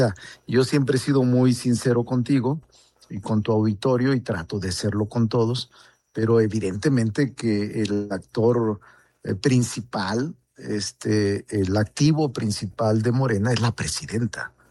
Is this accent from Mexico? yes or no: yes; Zacatecas, Mexico; O incluso Zacatecas, mi tierra, no yendo tan lejos, Carlos, que yo soy muy sincero y muy franco